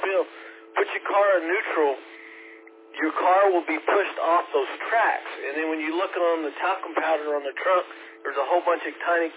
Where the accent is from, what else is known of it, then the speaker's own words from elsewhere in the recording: Dallas, Texas, United States; I grew up around White Rock Lake